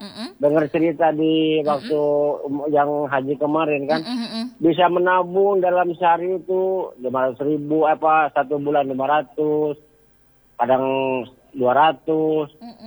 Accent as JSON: {"language": "Indonesian", "region": "Banten", "country": "Indonesia", "said": "karena jauh-jauh aku dari Banten lari ke sini kan untuk memperbaiki kehidupan kan."}